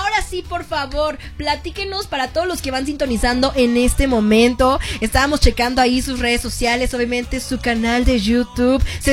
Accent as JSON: {"language": "Spanish", "country": "Mexico", "said": "Eso se los agradecemos como mexicanos."}